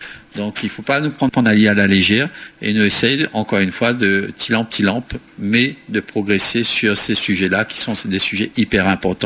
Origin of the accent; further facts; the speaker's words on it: Réunion, France; accent: Réunion; nous avons l'accent qu'on nous cause français, il est normal, hein, nous sommes de la Réunion, il est normal, nous avons l'accent.